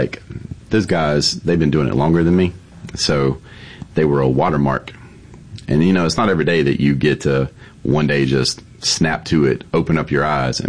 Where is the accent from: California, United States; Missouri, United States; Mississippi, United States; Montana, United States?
Mississippi, United States; growing up in Mississippi